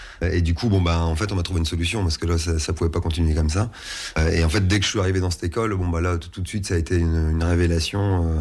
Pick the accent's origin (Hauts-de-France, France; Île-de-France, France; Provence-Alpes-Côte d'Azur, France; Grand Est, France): Hauts-de-France, France; Là, c'était beaucoup plus proche de chez moi parce que je suis du Nord.